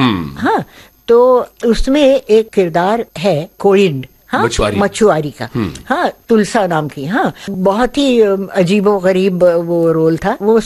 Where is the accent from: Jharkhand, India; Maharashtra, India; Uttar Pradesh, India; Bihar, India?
Uttar Pradesh, India; Lucknow; born there; Lucknow university के भी, और इसलिए लखनऊ में मेरी पैदाइश लखनऊ की है।